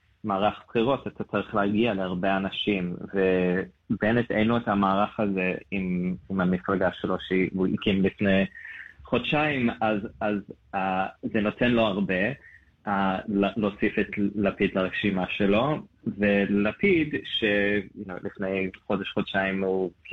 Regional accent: Melbourne, Victoria, Australia; moved away as an adult; now in Israel; אני גדלתי במלבורן, הייתי מורה בתיכון שם במספר בתי ספר יהודים, וב-2018 אני עליתי לארץ עם המשפחה שלי

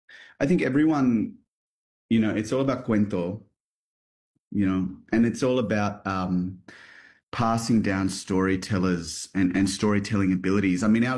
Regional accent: Philippines; when you're on stage or in front of a camera as a Filipino, I think people are very, very, very at home

